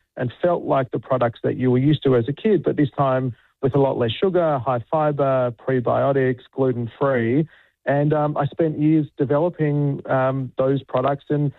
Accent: Perth, Western Australia, Australia; I'm from Perth and grew up quite overweight

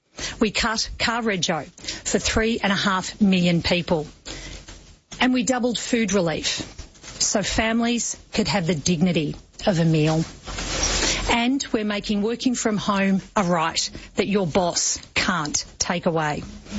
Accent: Bendigo, Victoria, Australia; And today, it means that my kids have the opportunity in their community that I didn't have when I grew up in Bendigo.

